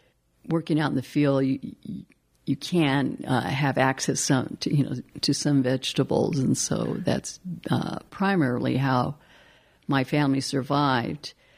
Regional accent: Windsor, Colorado, United States; growing up in Windsor was interesting because the first immigrants into that area were the Russians and Germans.

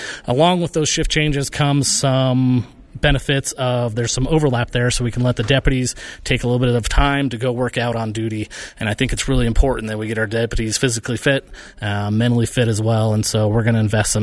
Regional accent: Parachute, Colorado, United States; So I was born and raised in Parachute, Colorado.

